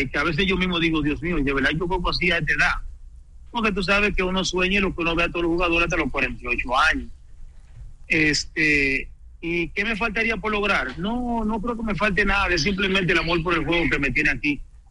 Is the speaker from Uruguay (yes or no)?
no; Dominican Republic; Soy dominicano